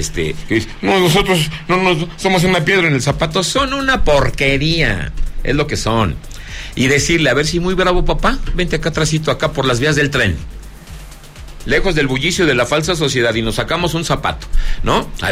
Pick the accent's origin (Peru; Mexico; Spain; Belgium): Mexico; Mexico City; born there; now in Zacatecas, Mexico; soy más zacatecano que muchos, ¿eh? Y un zacatecano nace donde se le pega con gana. Yo nací en la Ciudad de México, de hecho nací en Noruega, pero me trajeron, o sea, en Bélgica, de ahí te encargo el gentilicio, me vine a vivir por gusto a Zacatecas, por no decir huyendo de la policía, y estoy aquí